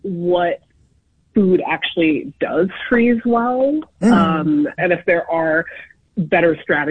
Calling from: St. Paul, Minnesota, United States; I'm calling from St. Paul, Minnesota.

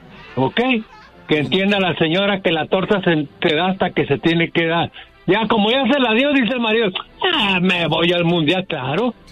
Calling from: Las Vegas, Nevada, United States; De Las Vegas, Nevada, señor Flaco y su pandilla.

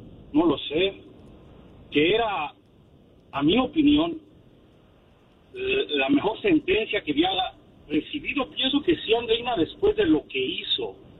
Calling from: Las Vegas, Nevada, United States; Ahorita ando aquí en Arizona, pero vivo en Las Vegas.

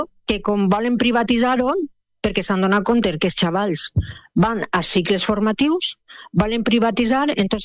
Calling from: Pego, Valencian Community, Spain; jo sóc de Pego, del meu poble també

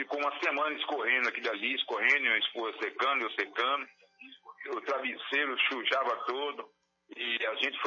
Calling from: Cubatão, São Paulo, Brazil

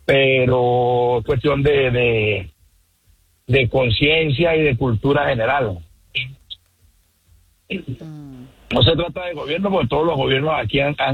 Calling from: Utah, United States; Te hablo de Utah.

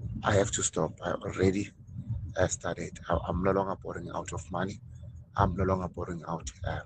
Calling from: Balfour, Mpumalanga, South Africa

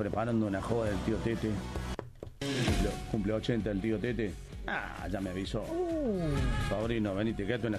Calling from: Ordóñez, Córdoba, Argentina; soy de Ordóñez.

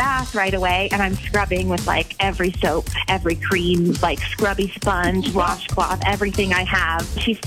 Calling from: Madison, Wisconsin, United States; I'm from Madison

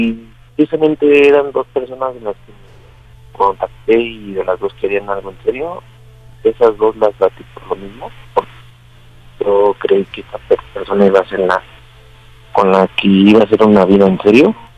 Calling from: Mexico City, Mexico; 33, soy de la Ciudad de México, de la denominación Tlalpan

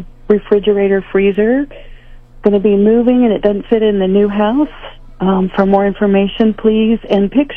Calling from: Marshall, Missouri, United States; I'm calling from Marshall this morning.

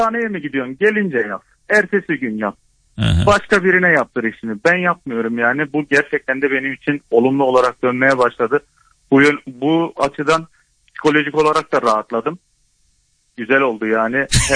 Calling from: Ankara, Turkey; Ankara'dan.

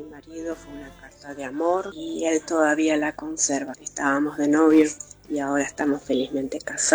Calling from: Luján, Buenos Aires Province, Argentina

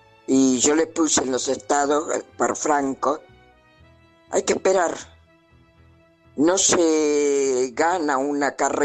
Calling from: Buenos Aires, Argentina; Bueno, no sé si dije que … de Balvanera, pero bueno.

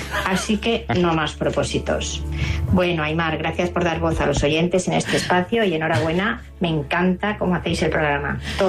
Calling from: Valencia, Valencian Community, Spain; Buenos días … de Valencia.

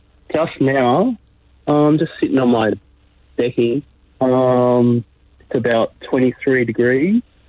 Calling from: Fukuoka, Japan; No, I'm in Fukuoka.

